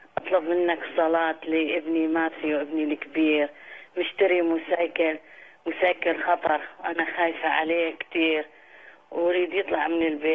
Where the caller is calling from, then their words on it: Canada; انا من كندا.